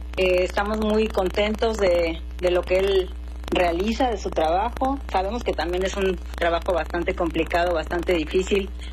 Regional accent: Chilpancingo, Guerrero, Mexico; Soy de la capital, Chilpancingo, Guerrero.

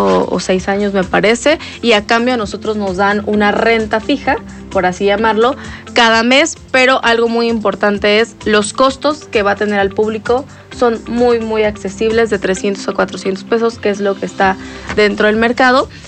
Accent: Puebla, Mexico; porque los parques son de nosotros como poblanos.

